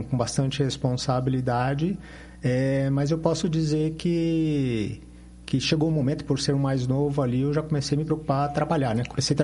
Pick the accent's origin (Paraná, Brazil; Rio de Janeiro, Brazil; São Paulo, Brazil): Paraná, Brazil; Maringá; born there; Eu nasci em Maringá, Pé Vermelho